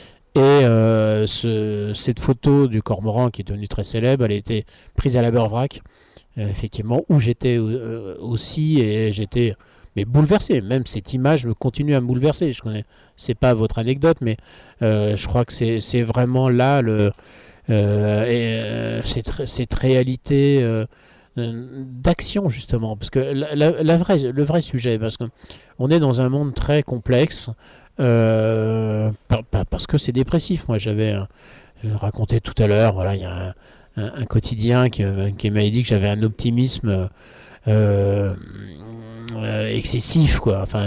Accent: Brittany, France; je suis breton

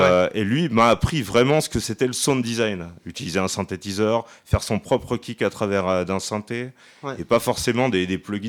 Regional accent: Carcassonne, Occitanie, France; je viens de Carcassonne

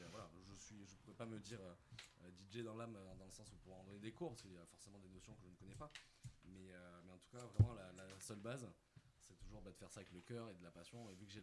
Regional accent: Perpignan, Occitanie, France; moved away as an adult; now in Toulouse, France; je suis de Perpignan à l'origine, je suis à Toulouse il y a à peu près 10 ans.

